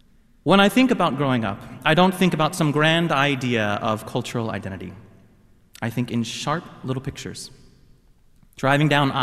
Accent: Kentucky, United States; I was born and raised in Kentucky, not the deep South.

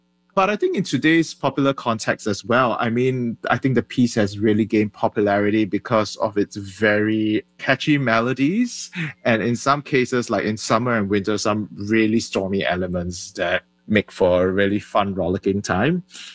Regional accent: Singapore; moved away; when I was growing up in Singapore.

